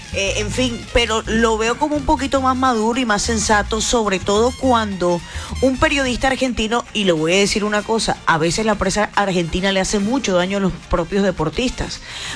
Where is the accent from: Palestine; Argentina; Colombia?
Colombia; nosotros como colombianos.